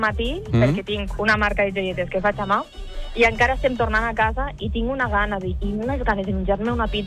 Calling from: Alcanar, Catalonia, Spain; d'Alcanar, les Terres de l'Ebre.

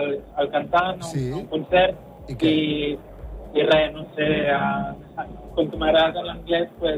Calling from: Terrassa, Catalonia, Spain; De Terrassa.

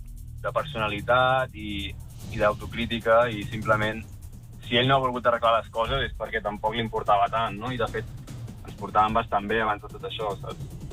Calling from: Catalonia, Spain; som del Bages

